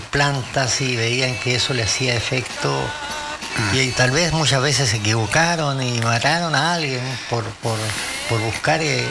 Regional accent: Santiago, Santiago Metropolitan Region, Chile; moved away; Incluso yo, que me crié en Santiago...

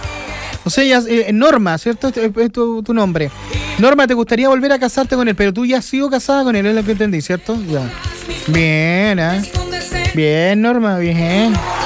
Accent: Chile; ¡Así somos los chilenos!

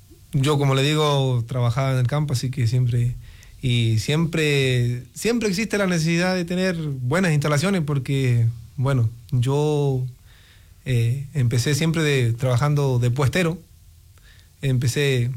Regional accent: Villa Mañihuales, Aysén, Chile; also born or lived in Coyhaique; Nacido en Coyhaique y criado básicamente en Mañiguales. Soy oriundo de Villa Mañiguales.

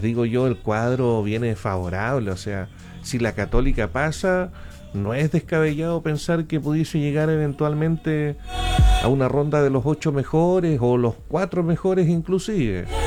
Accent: Chile

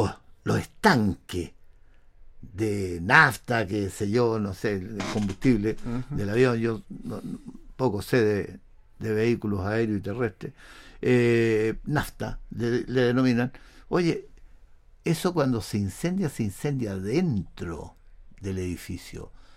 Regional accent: Valparaíso, Chile; born there; yo nací en Valparaíso, ¿ya? De nacimiento soy porteño.

